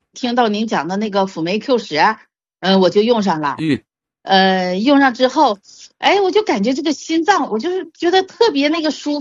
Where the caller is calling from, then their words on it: Shenyang, Liaoning, China; 我是沈阳人